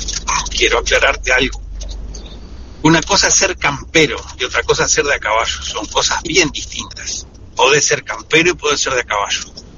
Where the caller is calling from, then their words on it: Salto, Uruguay; acá de Salto, la campaña de Salto.